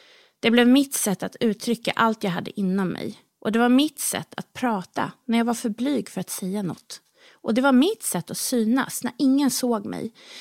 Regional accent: Berghem, Västra Götaland County, Sweden; Jag var bara några år när jag klättrade upp vid pianot i vardagsrummet hemma på Dagvägen 8 i Berghem.

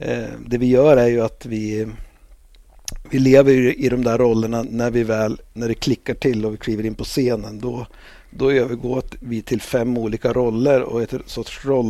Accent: Mörsil, Jämtland County, Sweden; Och sen så tänkte jag prata lite grann om Mörsil, där jag växte upp, vad det innebär för mig.

